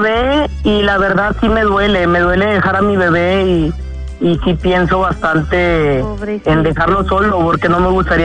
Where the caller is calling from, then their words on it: Monterrey, Nuevo León, Mexico; Desde el aeropuerto de Monterrey.